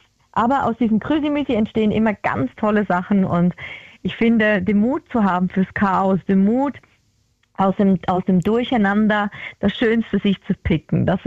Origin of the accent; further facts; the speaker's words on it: Switzerland; Mein Lieblingsort ist und bleibt der Zürichsee.